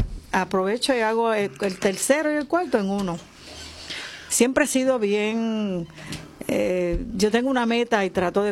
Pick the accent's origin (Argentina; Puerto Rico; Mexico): Puerto Rico; Aguada; born there; Le di servicio a mi pueblo, por lo que yo siempre he amado Aguada